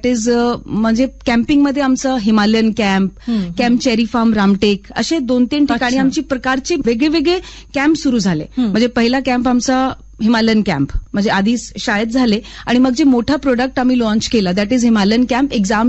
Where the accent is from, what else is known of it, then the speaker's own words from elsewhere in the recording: Himachal Pradesh, India; Marathi is a second language; moved away as an adult; also born or lived in Chandigarh; मी देवभूमी हिमाचलची आहे, ठीक आहे. माझे रूट्स तिकडचे आहे, ठीक आहे. माझा बॉर्न ब्रॉटअप हिमाचल, एज्युकेशन चंडीगडला, आणि मी लग्न होऊन इकडे आले.